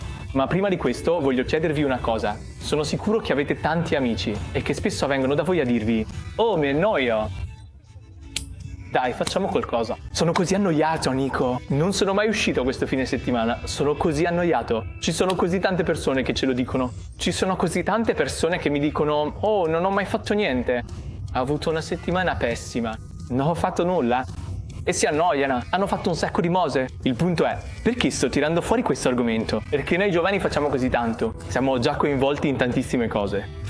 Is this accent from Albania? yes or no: no; India; moved away as an adult; now in United States; mi ha insegnato l'inglese fin da quando ero piccolo. Perché sono indiano, anche se so l'inglese